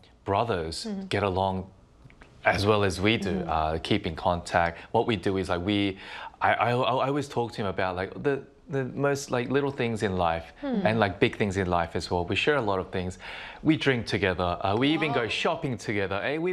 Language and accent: English; Australia; now in Korea; We grew up in Australia and came back to live in Korea.